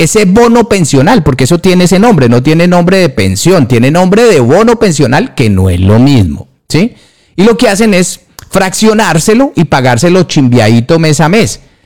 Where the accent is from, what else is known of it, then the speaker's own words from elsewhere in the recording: Colombia; soy colombiano